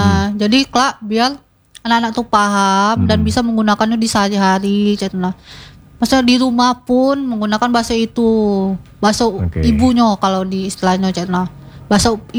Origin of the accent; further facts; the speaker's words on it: Bengkulu, Indonesia; kita orang Bengkulu cak nah jadi pakai bahasa Bengkulu aja